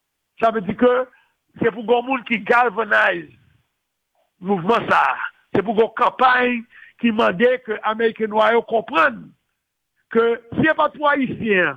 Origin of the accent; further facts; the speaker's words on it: Haiti; que je vais voter parce que je suis haïtien.